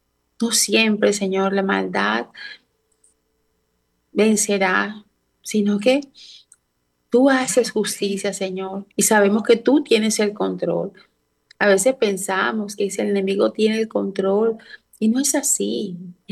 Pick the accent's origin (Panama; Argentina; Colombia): Colombia